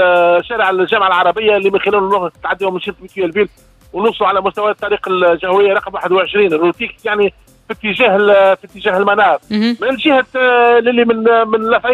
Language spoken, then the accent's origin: Arabic; Tunisia; احنا والعقليه نتاعنا كتونسي